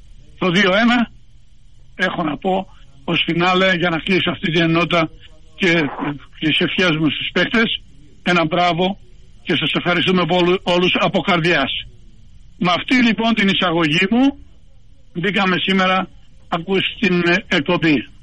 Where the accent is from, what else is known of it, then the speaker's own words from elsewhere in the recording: Greece; ποδοσφαιρόφιλος και ως Έλληνας και ως δημοσιογράφος.